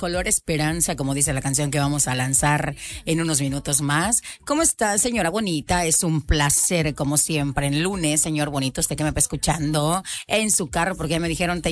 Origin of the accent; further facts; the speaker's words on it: Mexico; unirnos como mexicanos, como siempre, porque los mexicanos siempre somos muy unidos.